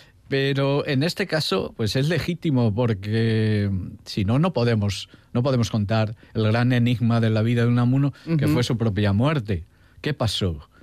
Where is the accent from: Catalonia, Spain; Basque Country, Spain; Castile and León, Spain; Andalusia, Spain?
Castile and León, Spain; Zamora; Allí vivía, en Zamora, donde yo me crié